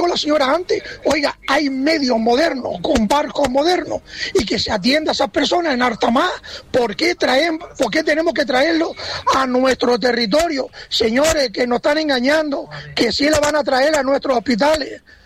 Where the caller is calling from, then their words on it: Canary Islands, Spain; Ahí sí somos canarios de verdad.